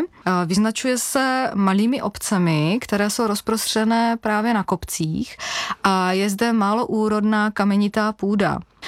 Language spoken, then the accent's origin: Czech; South Moravian Region, Czechia; also born or lived in Jordan; Bylo mi necelých 6 roků. Takže neříkám, že to byla úplně stejná zkušenost, byla úplně daná jinak, byla to dobrovolné a tak dále. A navíc maminka byla Češka, takže vlastně měla jsem vždycky užší vazby s Československem tehdejším.